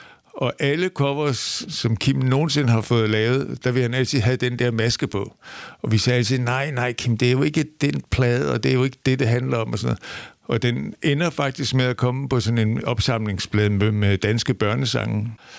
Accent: Kerteminde, Region of Southern Denmark, Denmark; Han boede i Kerteminde, hvor jeg kommer fra, og arbejdede som blikkenslærer.

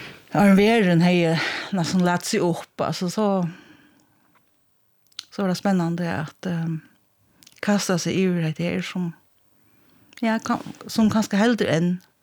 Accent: Klaksvík, Faroe Islands; jeg er oppvaksen i Klaksvøk

